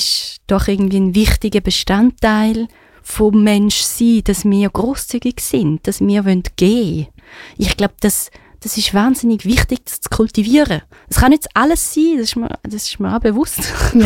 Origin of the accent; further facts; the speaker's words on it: Switzerland; ich bin in der Schweiz geboren, Schweizer Pass, Schweizer Ausbildung und alles da genossen